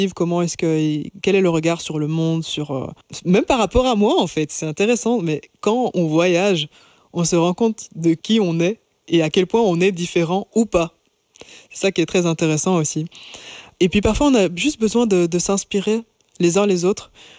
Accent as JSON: {"language": "French", "town": "Liège", "region": "Wallonia", "country": "Belgium", "moved": "yes", "lives_now": "Brussels, Belgium", "said": "de base, je suis liégeoise"}